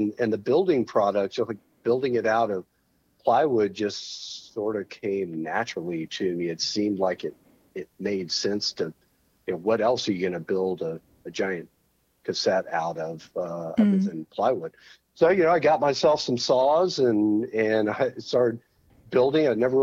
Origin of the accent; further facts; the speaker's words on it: Houston, Texas, United States; I grew up in Houston. I am the son of a bull rider and a ballerina.